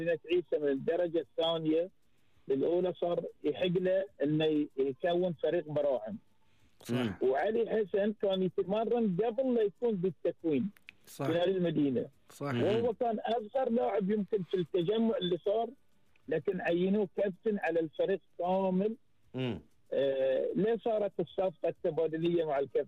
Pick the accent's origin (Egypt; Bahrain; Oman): Bahrain